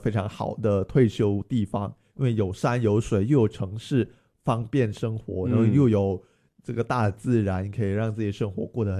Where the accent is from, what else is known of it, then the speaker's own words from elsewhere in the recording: Penang, Malaysia; 因为我们槟城人除了会华语以外，就是这个台湾的国语，我们其实还有很多人是会讲台语的